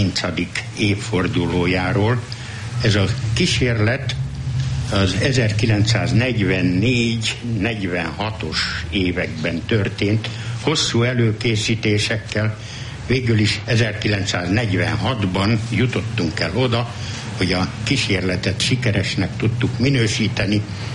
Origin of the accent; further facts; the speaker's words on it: Hungary; born there; moved away; a kis falunak a tornyára én föl tudnék mászni, ahol én születtem és laktam